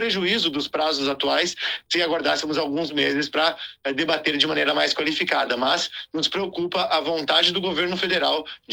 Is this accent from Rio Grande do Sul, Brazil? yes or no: yes; Nova Bassano, Rio Grande do Sul, Brazil; eu sou natural de Nova Bassano